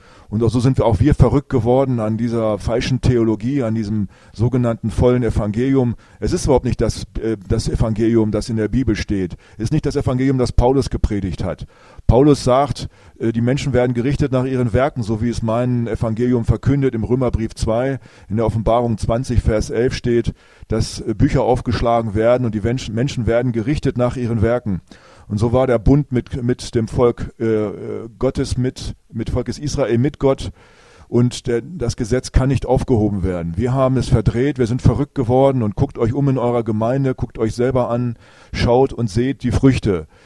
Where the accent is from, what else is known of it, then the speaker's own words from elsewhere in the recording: Hameln, Lower Saxony, Germany; Ich komme aus der Rattenfängerstadt Hameln und ich kenne mich aus mit betörenden Melodien.